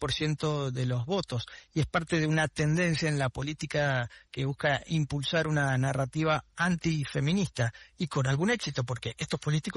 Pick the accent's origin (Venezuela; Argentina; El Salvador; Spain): Argentina; en mi país, acá en Argentina